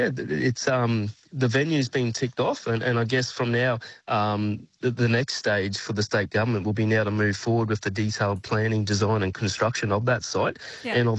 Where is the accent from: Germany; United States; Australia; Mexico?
Australia; Rockhampton, Queensland; I'm born and bred in Rockhampton. I've grown up water skiing up there in where the river is.